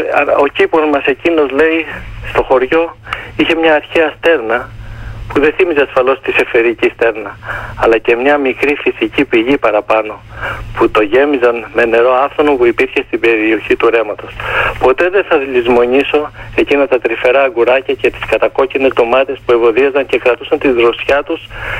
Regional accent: Agrafa, Greece; Μάλιστα μου είχε ζητήσει και του είχα στείλει από τα άγραφα από την πατρίδα μου σπόρους για κολοκύθια, ρίγανη, φασόλια

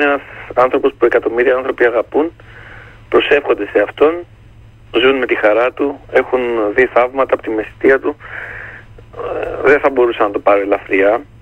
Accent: Greece; ως Έλληνας, ως μουσικός, ως άνθρωπος με ελληνοαρμένικες ρίζες μου, που γνωρίζει τι σημαίνει η μνήμη της προσφυγιάς

